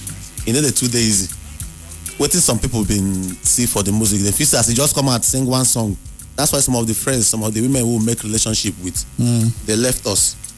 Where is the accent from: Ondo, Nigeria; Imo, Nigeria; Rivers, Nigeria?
Rivers, Nigeria; Opobo; I'm from River City, I'm from Opopo Town.